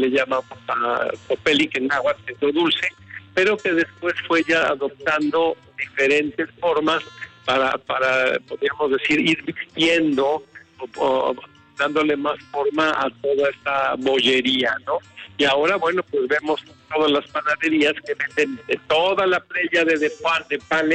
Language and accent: Spanish; Puebla, Mexico; nuestra gastronomía poblana